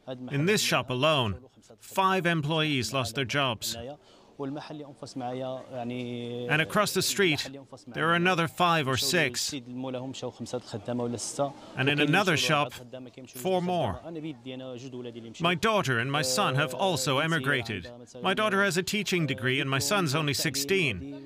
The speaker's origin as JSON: {"language": "English", "town": "Sidi Slimane", "region": "Rabat-Salé-Kénitra", "country": "Morocco", "said": "I come from Sidi Sliman. It's a neglected city, economically, socially, in every sense. There are no sports facilities, no cultural activities. Living there is like living in a cemetery."}